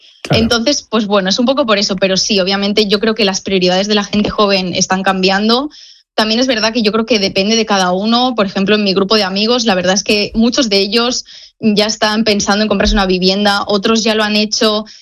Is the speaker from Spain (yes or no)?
yes; Spain; moved away; cada vez que les decimos que somos españoles, nos dicen, ¿está lleno de españoles? Sí, la verdad es que somos muchos los que venimos aquí.